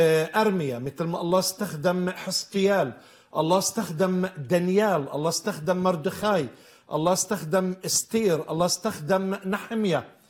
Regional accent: Palestine

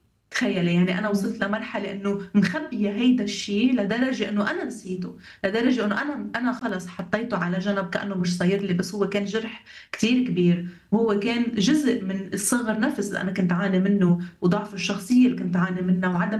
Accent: Lebanon; also born or lived in Jordan; هلا نحن انا لانه بيي كان يشتغل بالاردن فانا ولدت بالاردن، ولكن انا اهلي اثنيناتهم لبنانيه، فدائما كنا نروح ونجي على الاردن كثير وعلى لبنان كثير، يعني نستقر هون ونستقر هون، لحديت ما استقرينا بلبنان كان عمري تقريبا 13 سنه

